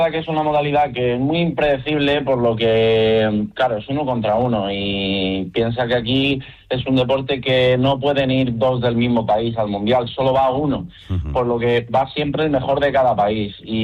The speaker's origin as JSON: {"language": "Spanish", "town": "Torrevieja", "region": "Valencian Community", "country": "Spain", "said": "Por ejemplo, en Torrevieja, que es de donde yo soy"}